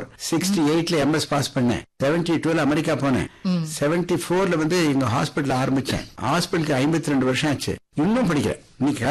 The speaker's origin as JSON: {"language": "Tamil", "region": "Tamil Nadu", "country": "India", "tie": "born or raised there"}